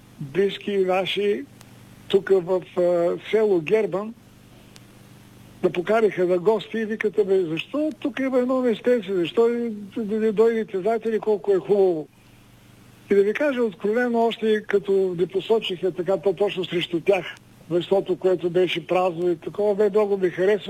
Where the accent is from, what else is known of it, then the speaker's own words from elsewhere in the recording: Plovdiv, Plovdiv Province, Bulgaria; moved away as an adult; also born or lived in Parvomay; Пловдив е моя родния град, който аз безкрайно много обичам. Там съм израствал, всъщност аз съм роден в Първомай. Бил съм на 4 или 5 години, когато баща ми се привества в семейството ни, семейство в Пловдив. И имах възможността да живея на пъпа на Пловдив